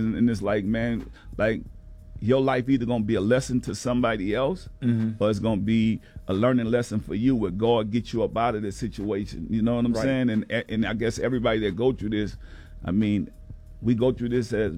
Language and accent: English; New Orleans, Louisiana, United States; I'm from New Orleans, and then I went to Richmond, California.